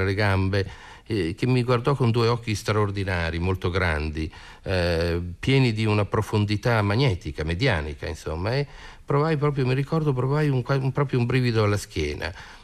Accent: Parma, Emilia-Romagna, Italy; io sono di Parma

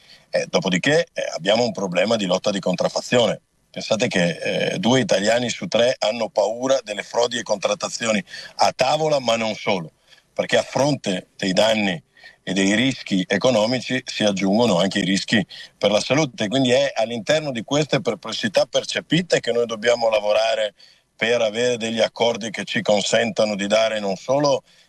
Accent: Veneto, Italy; Io sono veneto

